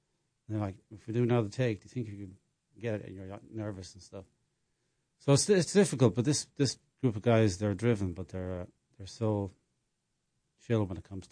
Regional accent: Ireland; moved away; So I came over from Ireland almost 20 years ago, and I recorded an album of 11 songs in this castle, in south of Ireland.

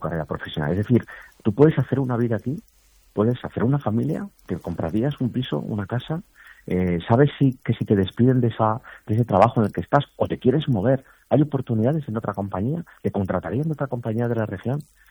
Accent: Asturias, Spain; moved away; Sí, siempre hemos hablado, yo soy asturiano, aunque llevo ya 20 años fuera.

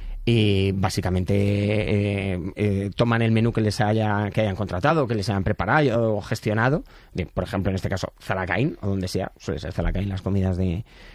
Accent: Leganés, Community of Madrid, Spain; aunque criado en Leganés

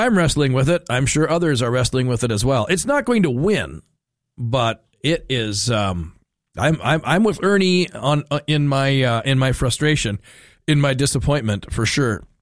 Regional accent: Fargo, North Dakota, United States; now in St. Cloud, United States; growing up in Fargo

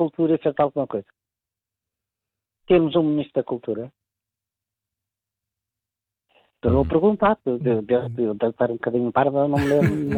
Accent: Portugal; born there; Nós temos uma pátria que tem uma língua, que é o português. Eu amo a minha pátria. É o sítio onde eu nasci, é o sítio onde eu vou morrer.

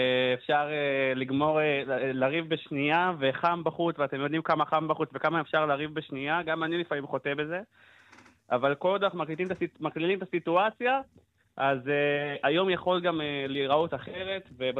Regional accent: Central Israel, Israel; אני מהמרכז, ואנחנו אומרים אבן יאו.

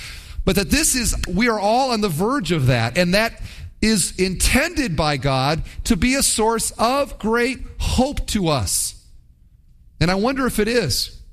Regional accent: Iowa, United States; When I say I'm from Iowa, I will often hear, oh, did you grow up on a farm? That's what they automatically will say. And the answer is no.

